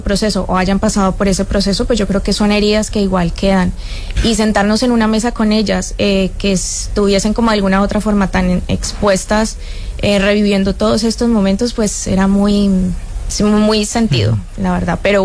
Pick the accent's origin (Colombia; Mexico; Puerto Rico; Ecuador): Colombia; Sí, soy colombiana, pero no tengo historias cercanas.